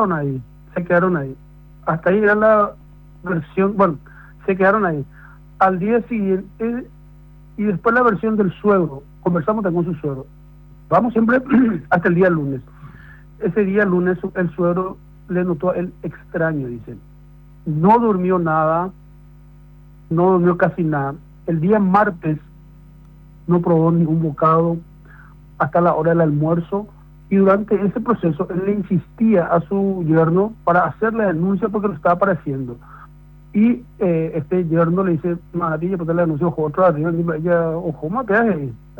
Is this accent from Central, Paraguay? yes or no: no; Villa Hayes, Presidente Hayes, Paraguay; moved away; yo soy oriundo del Chaco paraguayo.